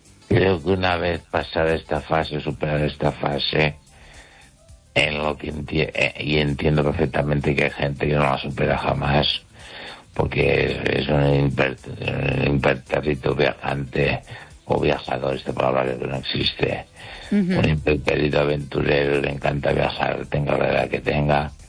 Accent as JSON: {"language": "Spanish", "region": "Catalonia", "country": "Spain", "second_language": "Spanish", "said": "Y ahora soy escritor español, catalán en expresiones española. Yo me siento muy orgulloso."}